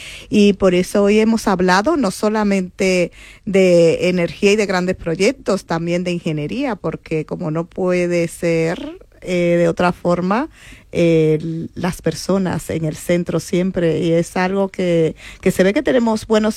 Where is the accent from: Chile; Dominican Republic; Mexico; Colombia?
Dominican Republic; also born or lived in Venezuela; Porque yo, aunque soy dominicana, he vivido varios años en Venezuela y tengo ahí también recuerdos infantiles.